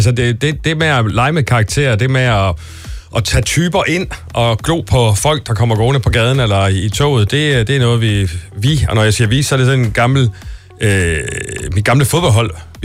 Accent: Silkeborg, Central Denmark Region, Denmark; born there; accent: Jutlandic; also born or lived in Hammel; now in Copenhagen, Denmark; jeg ser mig måske mest alt som dansker, men, men hvis du skal sige sådan, så kommer jeg jo fra Jylland, og vil nok sige Silkeborg, at det er jo sådan min by, selvom jeg har boet i Hammel også

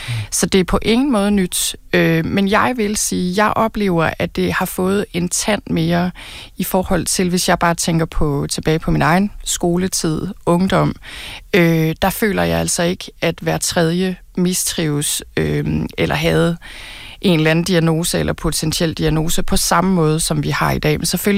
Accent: Thy, North Denmark Region, Denmark; jeg voksede op i Thy

